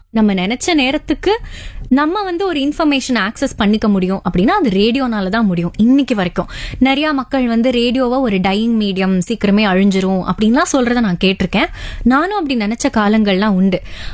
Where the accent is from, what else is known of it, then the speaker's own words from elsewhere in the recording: Chennai, Tamil Nadu, India; born there; என்னோட சொந்த ஊர் சென்னை கிடையாது, ஆனா ஒரு 5 வயசு 6 வயசுல இருந்தே நான் சென்னையில இருக்கேன், மாறி மாறி இருக்கேன்.